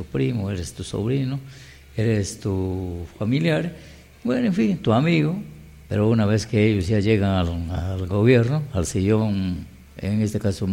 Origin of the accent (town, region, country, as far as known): Peru